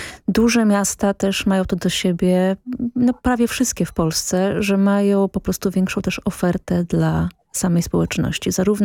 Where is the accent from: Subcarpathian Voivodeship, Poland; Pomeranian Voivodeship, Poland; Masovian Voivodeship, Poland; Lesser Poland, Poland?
Masovian Voivodeship, Poland; Warsaw; ja jestem z Warszawy